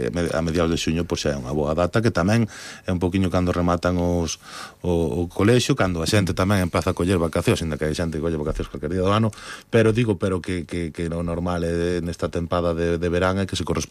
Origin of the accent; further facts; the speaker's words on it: Galicia, Spain; creo que como galegos nós tamén temos que apostar polo noso